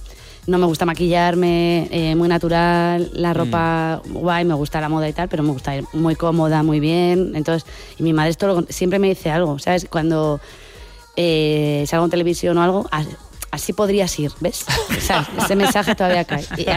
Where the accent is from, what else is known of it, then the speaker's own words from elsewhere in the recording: Burgos, Castile and León, Spain; Y la piloto Cristina Gutiérrez, que también es de Burgos.